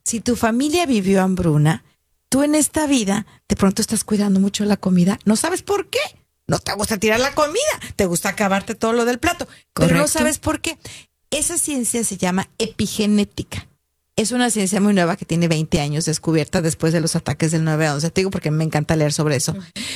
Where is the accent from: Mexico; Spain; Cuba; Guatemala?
Mexico; Guadalajara, Jalisco; moved away; Soy de Guadalajara.